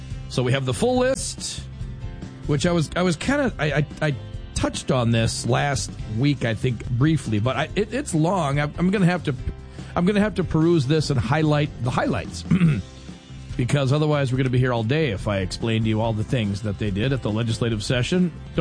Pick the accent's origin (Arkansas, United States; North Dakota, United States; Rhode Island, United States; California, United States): North Dakota, United States; Fargo; But growing up in Fargo, with almost, I mean, half of the population of Fargo goes to the Detroit Lakes area lakes in the summer